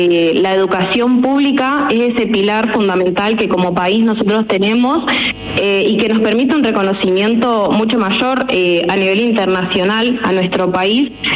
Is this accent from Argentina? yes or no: yes; Argentina